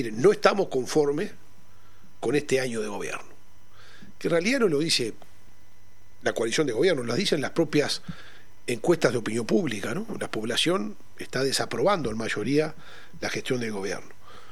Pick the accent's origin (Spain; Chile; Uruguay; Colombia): Uruguay; San José; que soy de San José, todo en el costillar oeste de San José